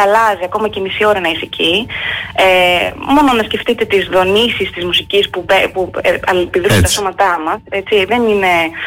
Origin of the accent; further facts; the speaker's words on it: Heraklion, Crete, Greece; moved away as an adult; now in London, United Kingdom; εγώ μεγάλωσα στο Ηράκλειο και έφυγα στις 18 μου από εδώ.